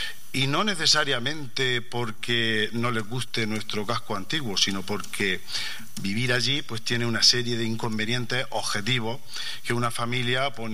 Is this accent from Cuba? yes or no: no; Caravaca de la Cruz, Region of Murcia, Spain; los que somos de Caravaca